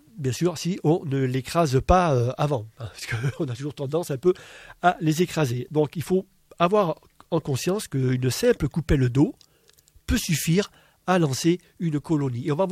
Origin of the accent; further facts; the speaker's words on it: Provence-Alpes-Côte d'Azur, France; on appelle ça en Provence, je suis provençal, les arabis